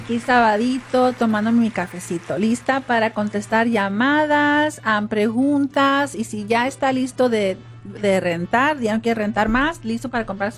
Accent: Riverside, California, United States; also born or lived in Mexicali; Yo crecí en California

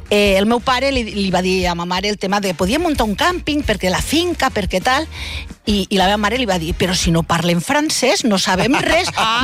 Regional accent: Catalonia, Spain; nosaltres, tots els germans, vam créixer aquí i vam aprendre francès abans a parlar-lo que a escriure-ho.

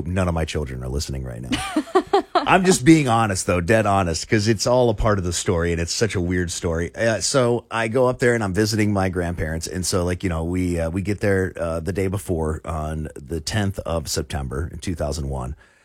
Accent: Florida, United States; moved away; I grew up in Florida, so I was in West Palm Beach.

